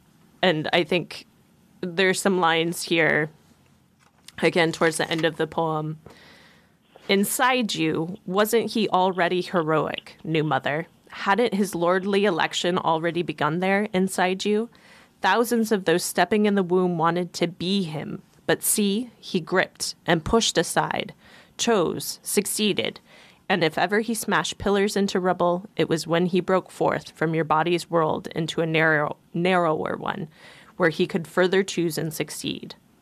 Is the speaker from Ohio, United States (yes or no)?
no; Palmer, Alaska, United States; I was born and raised in Palmer.